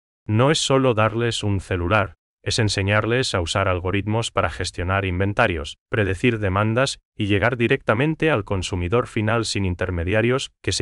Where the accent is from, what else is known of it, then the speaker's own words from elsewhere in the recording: Paraguay; El desafío para nosotros como paraguayos es cerrar la brecha digital